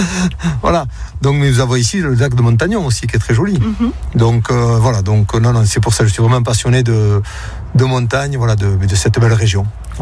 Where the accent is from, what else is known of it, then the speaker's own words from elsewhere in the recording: Tarbes, Occitanie, France; Et pour être après définitivement muté dans ma région d'origine, Tarbes.